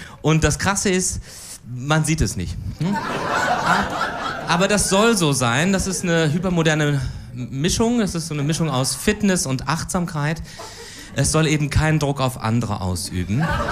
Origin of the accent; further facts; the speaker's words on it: Cologne, North Rhine-Westphalia, Germany; als Kölner